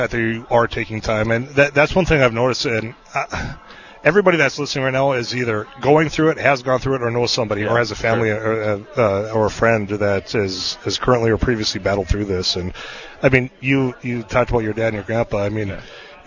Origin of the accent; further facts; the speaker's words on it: Devils Lake, North Dakota, United States; I grew up around the Devils Lake area